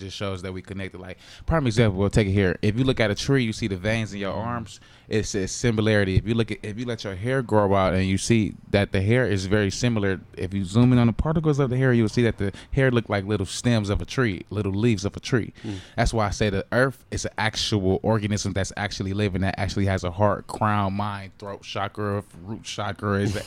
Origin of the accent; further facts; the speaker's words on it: Milwaukee, Wisconsin, United States; Oh yeah, I'm from Milwaukee for sure.